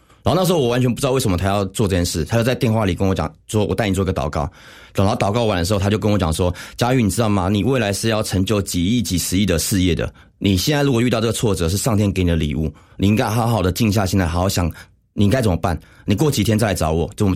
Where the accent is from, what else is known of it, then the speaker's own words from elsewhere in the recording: Taichung, Taiwan; now in Taipei, Taiwan; 我马上就是从台北就回到台中。因为我是台中人，台中